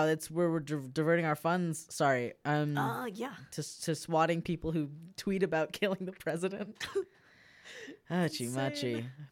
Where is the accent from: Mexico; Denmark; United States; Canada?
Canada; I'm Canadian. How would I get there?